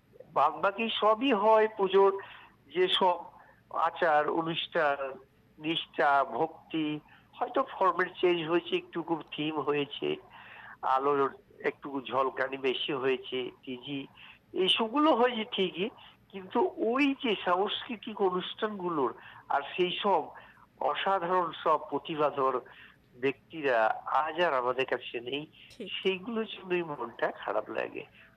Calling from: West Bengal, India; আমি ওয়েস্ট বেঙ্গল বীরভূম থেকে

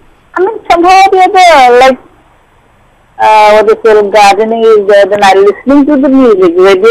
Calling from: Assam, India; Yeah, I'm from Assam.

